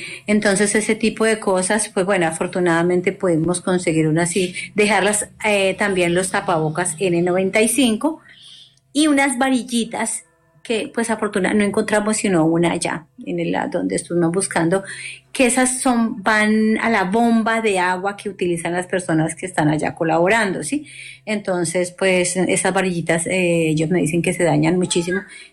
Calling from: Ibagué, Tolima, Colombia; Desde Ibagué.

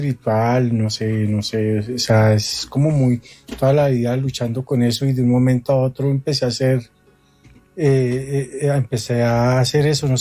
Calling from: Zipaquirá, Cundinamarca, Colombia; Desde Zipaquirá

